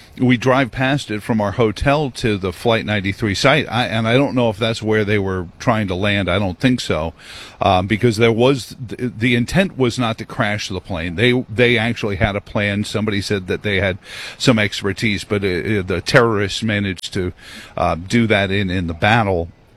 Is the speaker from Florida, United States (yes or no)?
no; New York, United States; growing up in New York, I have an interesting view of this, and being somewhat of a nerdy kid